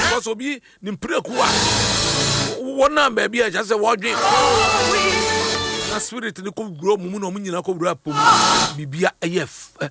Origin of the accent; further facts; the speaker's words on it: Ghana; I'm a Ghanaian Megashia.